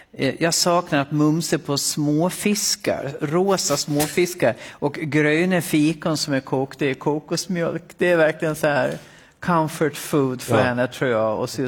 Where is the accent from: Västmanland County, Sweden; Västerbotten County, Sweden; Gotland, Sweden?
Gotland, Sweden; accent: Gotlandic; jag pratar vanlig gotländska, då bröt det igenom och jag bara började gråta och längtade hem.